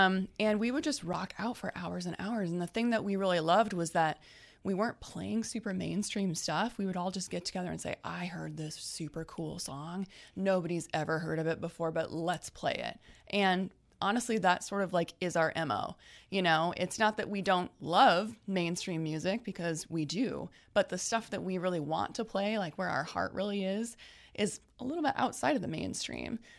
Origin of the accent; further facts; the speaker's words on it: Marion, United States; I grew up in Marion